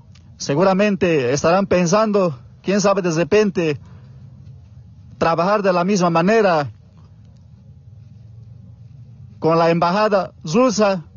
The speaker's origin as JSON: {"language": "Spanish", "country": "Bolivia", "said": "nosotros somos originarios de aquí de Bolivia."}